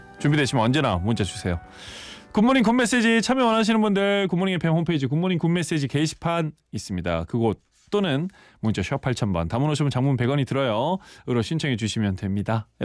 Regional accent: Ulsan, South Korea; 저 울산 출신이에요.

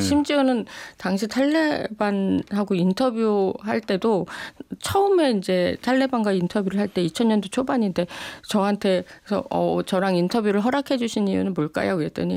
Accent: South Korea; 제가 굉장히 한국 사람으로서 자랑스럽기는 하지만

